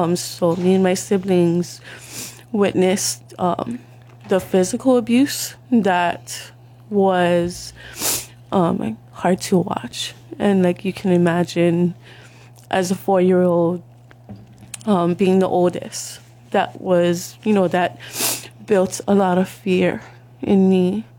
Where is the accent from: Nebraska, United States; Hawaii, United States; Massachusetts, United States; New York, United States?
Hawaii, United States; Waipahu; I grew up in Waipahu, like Pupunohe Street.